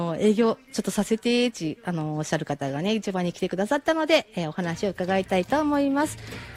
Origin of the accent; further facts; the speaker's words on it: Amami, Kagoshima, Japan; born there; 私も那中出身なんだけど